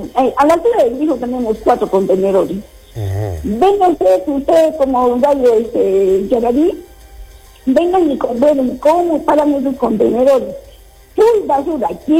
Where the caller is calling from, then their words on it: Arequipa, Peru; yo estoy llamando de Alto San Martín, Mariano Melgar